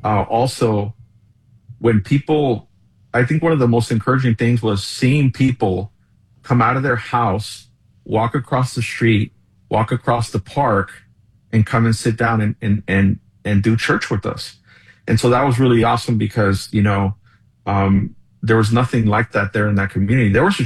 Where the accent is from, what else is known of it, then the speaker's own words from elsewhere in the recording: Los Angeles, California, United States; So I was I grew up in Watts. I grew up on 108th and Central, former gang member, just grew up in that community.